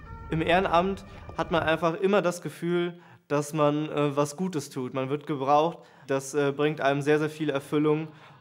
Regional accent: Andernach, Rhineland-Palatinate, Germany; Ich komme aus Andernach im schönen Rheinland-Pfalz und bin dort seit fast 10 Jahren ehrenamtlich bei der DLRG tätig.

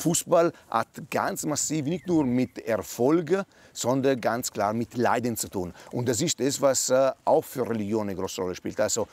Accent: Italy; German is a second language; also born or lived in Austria; now in Germany; Also ich bin Italiener, wohne aber in Deutschland, arbeite in Deutschland, bin in Österreich sozialisiert

